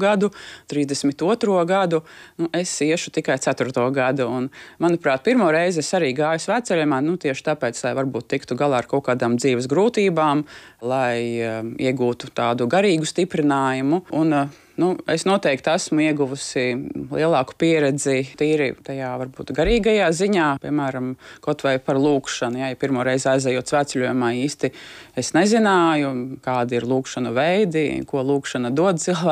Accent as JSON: {"language": "Latvian", "region": "Riga", "country": "Latvia", "said": "ko mēs arī kā rīdzinieki reizēm ļoti novērtējam"}